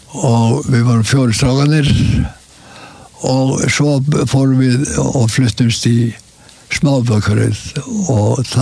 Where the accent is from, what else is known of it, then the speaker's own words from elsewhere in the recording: Reykjavík, Capital Region, Iceland; Já, ég alinn upp í Reykjavík alveg með allir stórum staði þegar skilningi að ég alinn upp í tjörninni Reykjavík það ég fættist á Eiríksgötunni